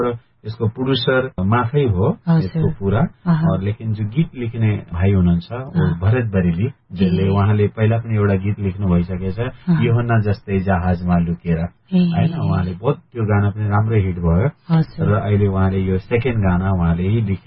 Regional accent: Birkot, Lumbini Province, Nepal; now in India; मेरो गाउँ बिरकोट हो, जिल्ला पाल्पा हो, र म त्यतिखेर सानै थिएँ, त्यो आमा बित्नु भयो, र आमा बितेर फेरि बुवाले अर्को बिहा गर्नुभयो।

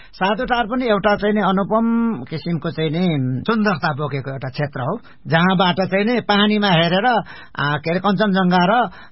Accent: Koshi Province, Nepal; सिक्किम र नेपालको सिमाना जोडिएको ठाउँलाई चाहिँ तीन सिमाना हुन्छ, त्यो मेरो गाउँमा पर्दछ।

